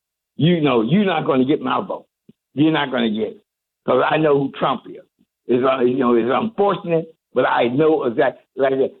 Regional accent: Detroit, Michigan, United States; I'm from Detroit.

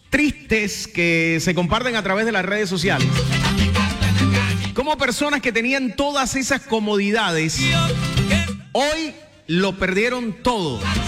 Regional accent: Santa Marta, Magdalena, Colombia; en mi tierra Santa Marta.

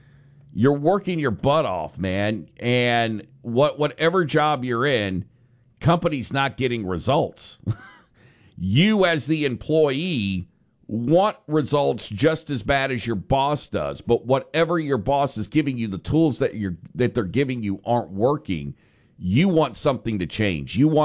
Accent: United States; born there; also born or lived in Dallas-Fort Worth, Texas; growing up in Oklahoma and in the DFW area and being around kind of this part of the country my entire life

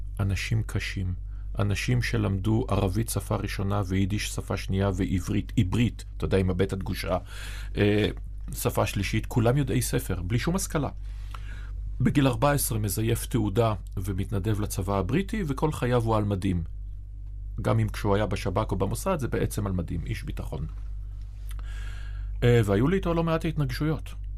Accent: Haifa, Haifa District, Israel; ואני גדלתי בחיפה, שזה אומנם הכרמל

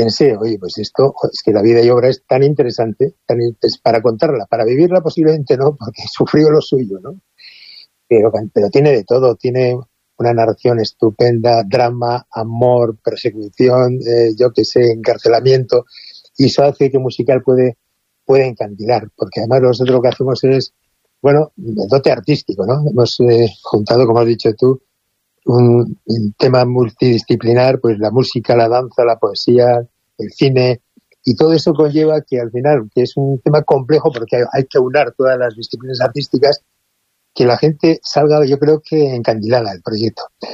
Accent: Bilbao, Basque Country, Spain; yo soy de Bilbao

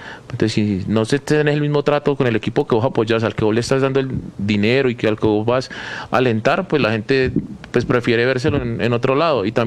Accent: Cali, Valle del Cauca, Colombia; now in Bogotá, Colombia; Bueno, yo soy caleño también y hace 10 años me vine para Bogotá.

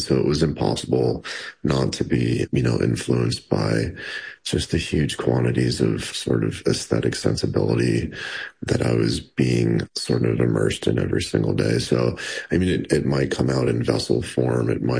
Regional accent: Denver, Colorado, United States; now in Hastings, United States; As you said, I grew up in Denver. And honestly, was needing to get out of Denver.

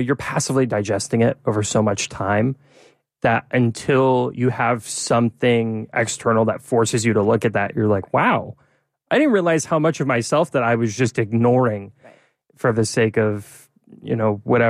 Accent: Norfolk, Virginia, United States; because I'm from Norfolk, Virginia. So I'm from, people say it's not the South. I argue that it's the South.

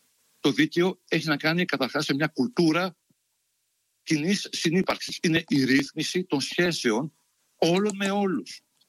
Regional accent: Greece; σαν Έλληνα

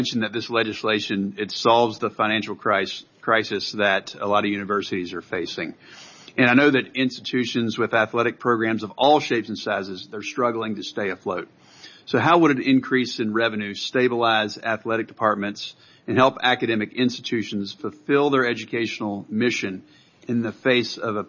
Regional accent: North Carolina, United States; In my home state of North Carolina, our institutions of higher education help prepare many of our next generation

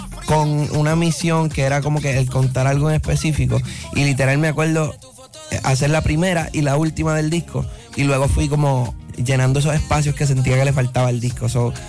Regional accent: Puerto Rico; porque yo soy de Puerto Rico.

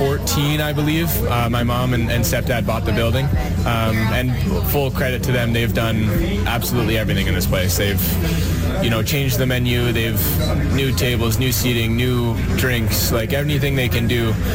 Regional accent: Drumheller, Alberta, Canada; I grew up in Drumheller

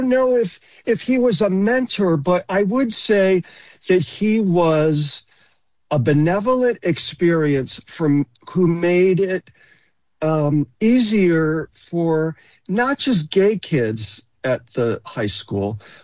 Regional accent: Greece, New York, United States; I was born in the early 60s and I grew up in Greece.

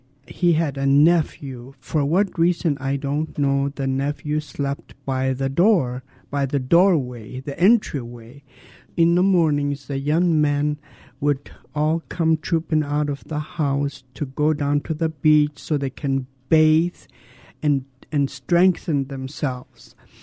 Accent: Douglas, Alaska, United States; I was born and raised in Douglas. I belong to the Raven Moiety.

